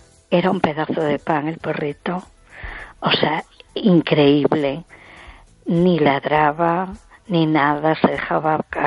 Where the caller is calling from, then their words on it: A Coruña, Galicia, Spain; de Coruña.